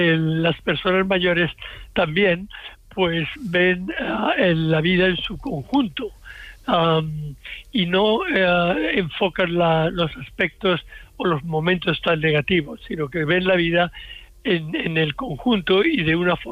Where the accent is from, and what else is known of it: Seville, Andalusia, Spain; born there